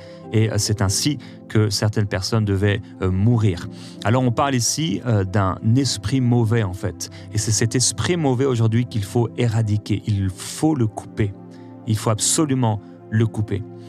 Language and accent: French; France; born there; moi-même, je suis né en France